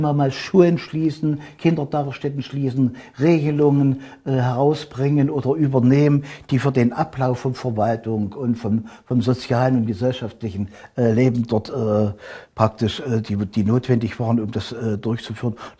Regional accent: Hergesdorf, Rhineland-Palatinate, Germany; Ich war 21 Jahre Bürgermeister in meiner Heimatgemeinde Hergesdorf. Und Hergesdorf ist Mitglied dieser Verbandsgemeinde

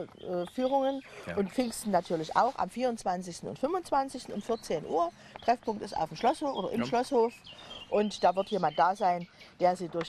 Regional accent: Saxony, Germany; Ja, ja, aber ich bin ja auch Sächsin von Geburt und Gemüt.

